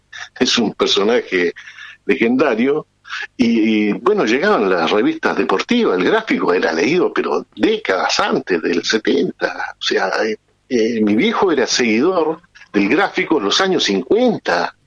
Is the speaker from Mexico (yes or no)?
no; Chile; now in Argentina; yo soy chileno, pero también soy argentino. Me considero así, personalmente, íntimamente, además, con dos patrias.